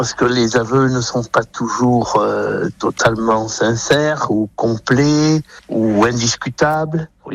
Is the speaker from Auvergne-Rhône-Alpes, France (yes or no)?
yes; Auvergne-Rhône-Alpes, France; born there; comme celles qui se passent en Ardèche, où je reviens pratiquement dans mon village natal